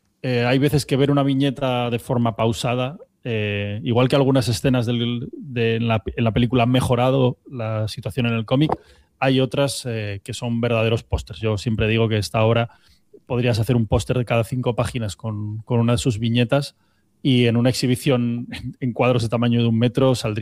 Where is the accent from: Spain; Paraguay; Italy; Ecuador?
Spain; Asturias; Todos nos debería sonar como poco, como asturianos